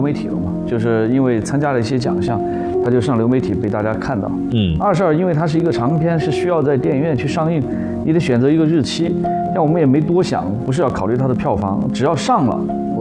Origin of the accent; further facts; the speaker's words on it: China; 其实作为中国人来说啊，作为我们中国人来说